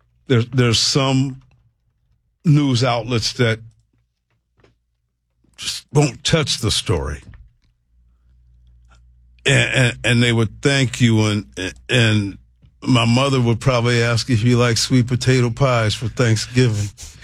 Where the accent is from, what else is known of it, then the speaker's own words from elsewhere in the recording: Renton, Washington, United States; As a young boy growing up in Renton